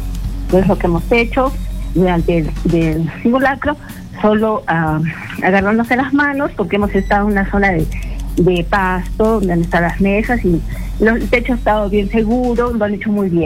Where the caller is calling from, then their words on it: Arequipa, Peru; estoy llamando desde la ciudad de Arequipa.